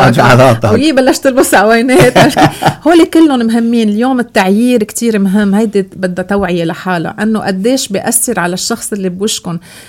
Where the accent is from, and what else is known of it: Lebanon